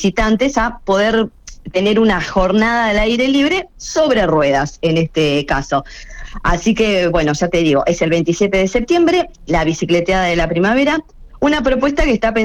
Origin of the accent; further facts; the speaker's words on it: Dolores, Buenos Aires Province, Argentina; now in Pinamar, Argentina; yo soy de Dolores, sí. Estamos acá a 150 kilómetros de Pinamar. En Dolores tenemos un parque gigante que está frente a la ruta